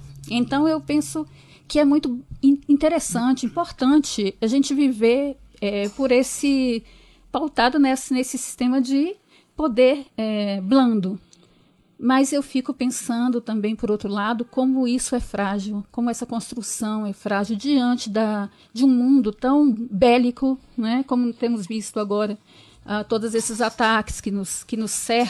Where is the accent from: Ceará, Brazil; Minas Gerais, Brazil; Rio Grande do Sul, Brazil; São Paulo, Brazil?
Minas Gerais, Brazil; born there; now in Bahia, Brazil; Eu nasci em Minas Gerais, mas vivo na Bahia, onde trabalho